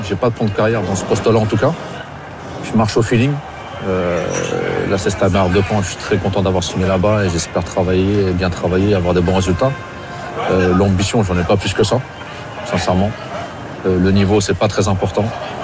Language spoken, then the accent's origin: French; Normandy, France; Nous, on est des Hauts Normands et Caen est en Basse Normandie.